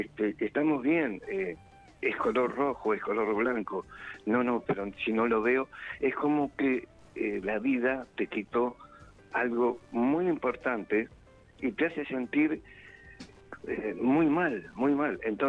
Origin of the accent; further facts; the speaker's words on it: Burzaco, Buenos Aires Province, Argentina; born there; Pero yo soy nacido en Bursaco.